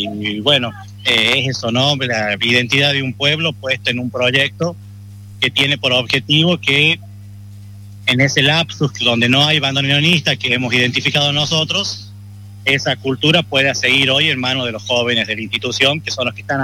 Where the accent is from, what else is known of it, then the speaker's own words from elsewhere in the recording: Chilecito, La Rioja, Argentina; Yo soy de Chilecito, pero trabajo hace 16 años en el colegio secundario de Pituil.